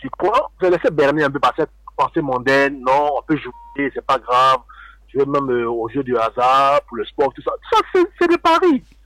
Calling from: Abidjan, Côte d’Ivoire; J'appelle de Yopougon.

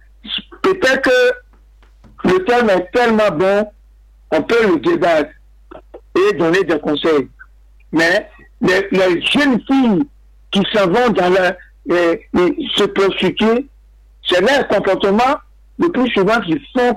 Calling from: San Pedro, Bas-Sassandra, Côte d’Ivoire; Je suis de passage à Abidjan, mais je vis à San Pedro, quartier de Toulay.

